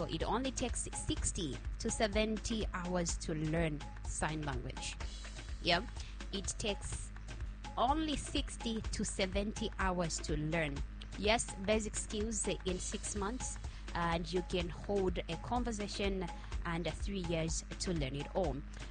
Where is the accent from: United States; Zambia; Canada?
Zambia; Petauke, Eastern Province; I come from Petauke, so I said Busy.